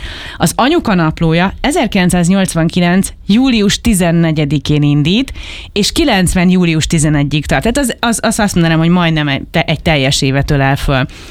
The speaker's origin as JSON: {"language": "Hungarian", "region": "Budapest", "country": "Hungary", "said": "de ez például én pestiként nekem ez, ha nem lenne pécsi férjem, akkor nem tudnám, mi ez a parasztelosztó."}